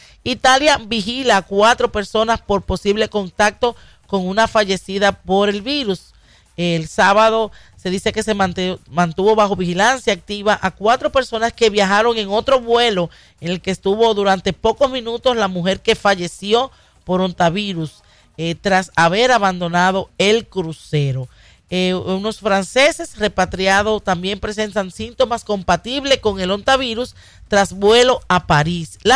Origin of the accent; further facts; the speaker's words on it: Dominican Republic; De nosotros que venimos de la República Dominicana, siempre los ratones han mantenido una guerra con uno